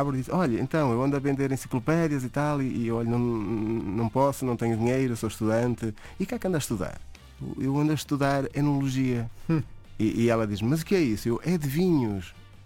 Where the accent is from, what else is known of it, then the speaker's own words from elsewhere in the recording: Águeda, Centro, Portugal; moved away as an adult; also born or lived in Vila Real; now in Douro, Portugal; Eu sou da zona centro, sou de Águeda